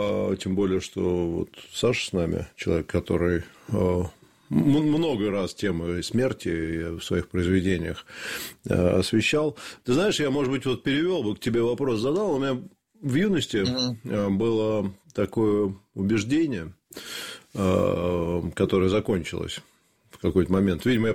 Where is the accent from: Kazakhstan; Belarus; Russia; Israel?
Kazakhstan